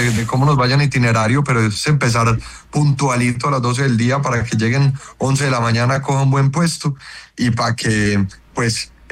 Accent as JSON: {"language": "Spanish", "region": "Antioquia", "country": "Colombia", "said": "nosotros como antioqueños y todos como colombianos"}